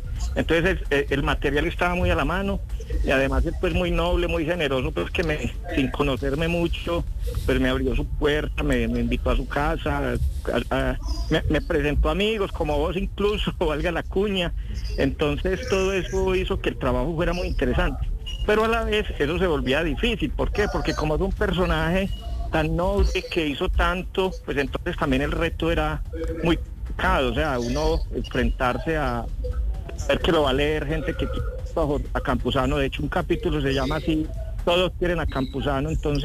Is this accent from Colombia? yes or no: yes; Antioquia, Colombia; como somos los paisas